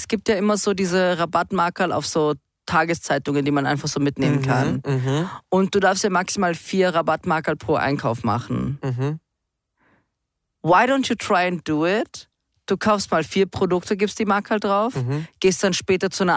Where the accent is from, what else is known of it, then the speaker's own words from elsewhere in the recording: Carinthia, Austria; Haben Werwolf um ein Lagerfeuer gespielt bei uns in Kärnten.